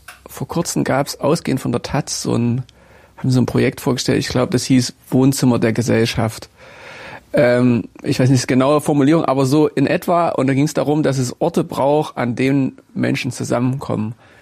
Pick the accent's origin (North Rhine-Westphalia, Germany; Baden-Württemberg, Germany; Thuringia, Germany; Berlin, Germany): Thuringia, Germany; Jena; now in Erfurt, Germany; dann bin ich hier durch ganz viele Zufälle gelandet und seitdem fühle ich mich wirklich als Erfurter. So schwer mir das als Jenenser fällt, das sagen zu müssen oder zu wollen, aber es ist genau so, es ist mein Zuhause, ich wohne ja jetzt auch hier